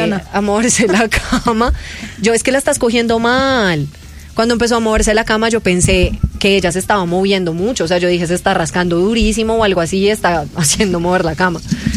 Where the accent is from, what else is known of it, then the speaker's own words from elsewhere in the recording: Bogotá, Colombia; Tener una perrita costeña siendo Rola es un compromiso muy grande, porque no le gustan los planes rolos en lo absoluto.